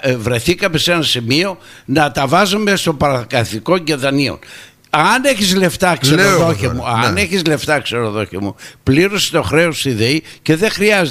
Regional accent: Rhodes, South Aegean, Greece; Σαν Ροδίτης, ναι, καμαρώνω που έχουμε μία περιφέρεια που πραγματικά έχει αποδείξει ότι έχει κάνει έργο στο νησί

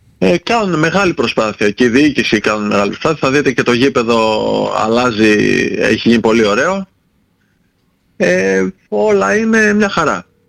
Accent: Thessaloniki, Central Macedonia, Greece; moved away as an adult; εγώ είμαι από Θεσσαλονίκη και από οικογένεια

